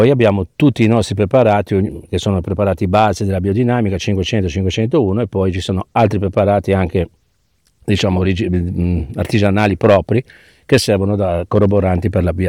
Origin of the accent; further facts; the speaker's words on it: Genoa, Liguria, Italy; ci aggiungo anche da genovese